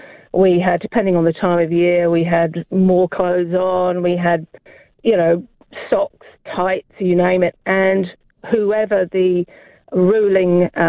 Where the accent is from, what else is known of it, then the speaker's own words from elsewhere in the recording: England, United Kingdom; also born or lived in Derbyshire; now in New Zealand; I grew up in England and I went to a Catholic boarding school in Derbyshire.